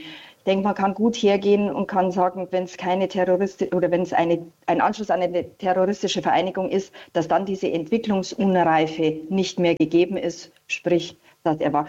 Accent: Bavaria, Germany; ich komme aus Bayern, unser bayerisches Polizeiaufgabengesetz kennt diese Regelung

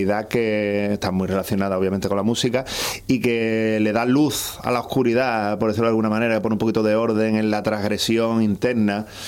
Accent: Cádiz, Andalusia, Spain; o sea, soy

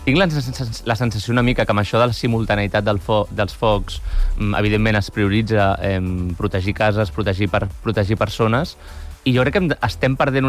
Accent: Catalonia, Spain; Ets el Sobirà també, doncs mira, som del mateix Pallars, llavors.

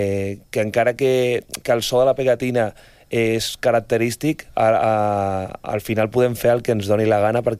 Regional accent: Barcelona, Catalonia, Spain; born there

